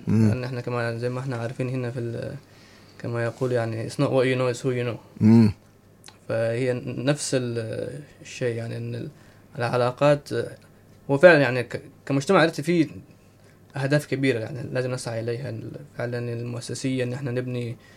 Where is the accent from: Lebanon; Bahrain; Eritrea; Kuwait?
Eritrea; now in Australia; وفي حياتي كانسان إريتري مسلم في استراليا يعني